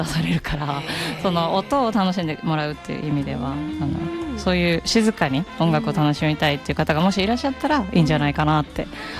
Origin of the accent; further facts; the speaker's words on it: Nagoya, Aichi, Japan; born there; moved away; 17歳から名古屋が一応地元愛知県なんですけど